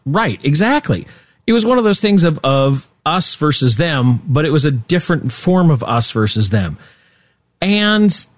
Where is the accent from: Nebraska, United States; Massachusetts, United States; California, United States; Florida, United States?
Nebraska, United States; moved away; But here's the thing is that when I grew up in Nebraska